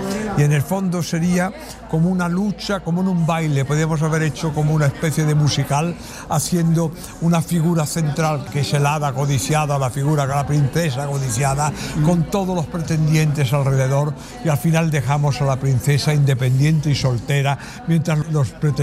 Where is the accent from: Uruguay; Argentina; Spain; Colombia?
Spain; Yo soy español